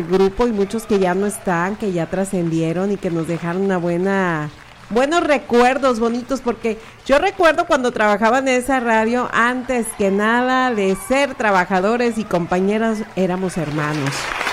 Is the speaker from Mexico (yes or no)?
yes; Mexico; la felicidad de que somos mexicanos.